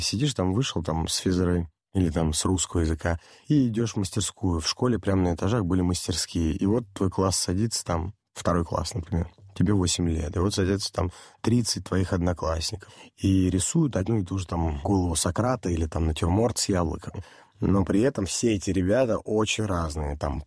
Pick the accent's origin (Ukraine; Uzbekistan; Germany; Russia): Russia; Moscow; как я вырос в Москве, на Бабушкинской